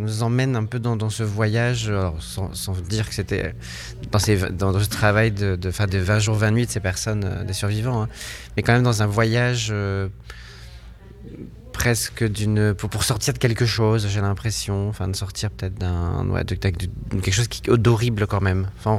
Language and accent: French; Hauts-de-France, France; Enfin, même si je viens du Nord, j'ai quand même beaucoup de paysages qui sont quand même assez tristes.